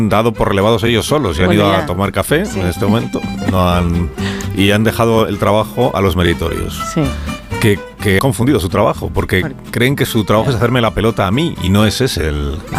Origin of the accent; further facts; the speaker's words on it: Galicia, Spain; Porque en más de uno somos muy gallegos, todos.